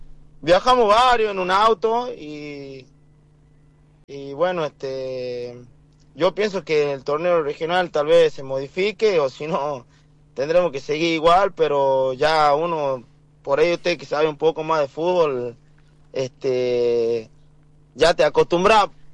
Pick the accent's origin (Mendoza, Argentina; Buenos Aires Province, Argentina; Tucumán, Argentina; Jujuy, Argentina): Tucumán, Argentina; San Miguel de Tucumán; viajo todos los días, soy de San Miguel